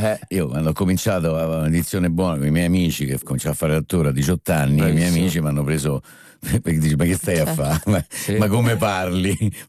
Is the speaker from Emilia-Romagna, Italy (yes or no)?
no; Rome, Lazio, Italy; essendo io romano